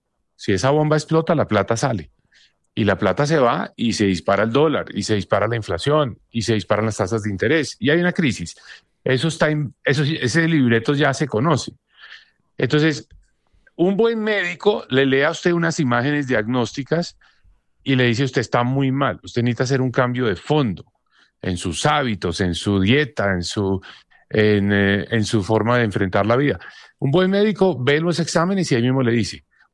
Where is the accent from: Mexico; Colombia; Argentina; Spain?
Colombia; Pero lo logramos como colombianos